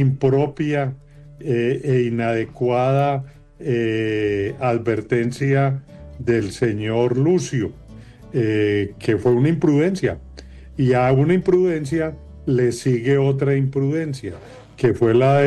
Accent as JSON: {"language": "Spanish", "country": "Colombia", "said": "Y mire usted cómo somos los colombianos"}